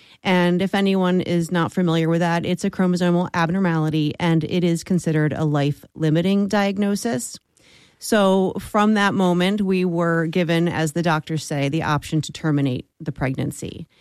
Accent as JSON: {"language": "English", "town": "Vineland", "region": "New Jersey", "country": "United States", "tie": "born or raised there", "moved": "as an adult", "lives_now": "Philadelphia, United States", "said": "I grew up in Vineland, New Jersey, which is a very rural area, if anyone is familiar with it. And I lived in New Jersey between Vineland and the shore until I got married and moved to South Philly."}